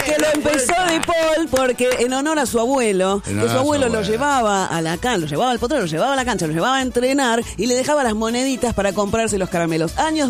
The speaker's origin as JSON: {"language": "Spanish", "country": "Argentina", "said": "esos somos los argentinos"}